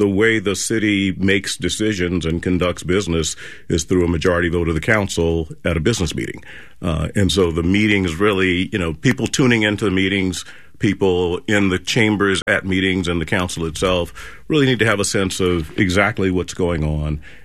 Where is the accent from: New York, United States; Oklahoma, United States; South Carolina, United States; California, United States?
South Carolina, United States; moved away as an adult; also born or lived in Washington, D.C. / New Orleans; now in Charlotte, United States; It was closer to home for both of us. I grew up in South Carolina.